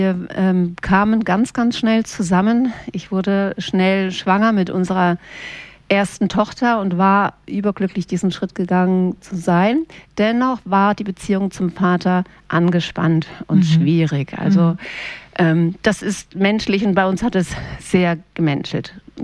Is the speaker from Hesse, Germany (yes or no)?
yes; Darmstadt, Hesse, Germany; also born or lived in Aachen; Genau, ich bin in Aachen geboren. Meine Mama war damals Drogistin, ich habe noch zwei Geschwister und nachdem wir in Aachen waren, sind wir nach Darmstadt gezogen, habe ich die Grundschule besucht, das Gymnasium besucht